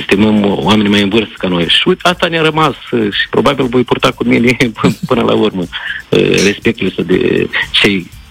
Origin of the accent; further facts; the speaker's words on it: Rejeni, Telenești District, Moldova; satul meu de Baștină, din Răunul Telenești, unde m-am născut și am crescut, unde am umblat de scurs prin iarbă, un sat frumos, pitoresc, din inima Moldovei